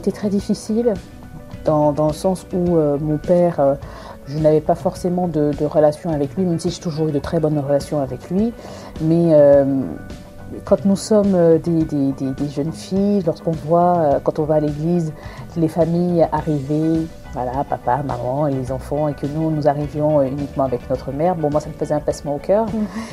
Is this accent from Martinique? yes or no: yes; Martinique